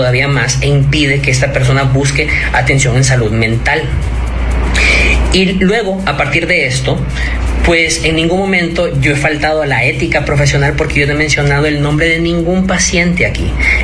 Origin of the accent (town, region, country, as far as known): Honduras